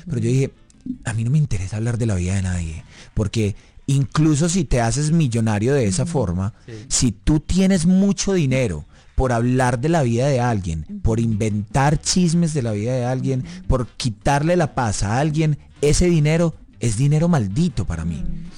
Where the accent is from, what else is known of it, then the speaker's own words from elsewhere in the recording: Colombia; yo al fin y al cabo soy colombiano